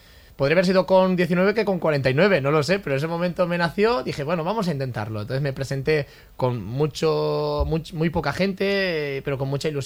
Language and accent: Spanish; Valencian Community, Spain; Tu pueblo al final es donde he nacido, donde he crecido, donde me he criado y donde he aprendido.